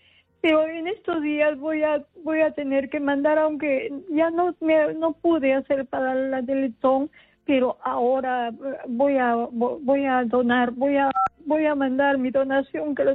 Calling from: Trujillo, La Libertad, Peru; me llamo de Trujillo.

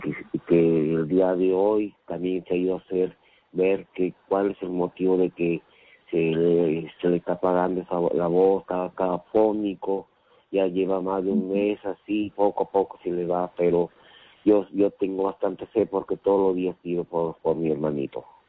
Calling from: Sullana, Piura, Peru; Te llamo desde Sullana.

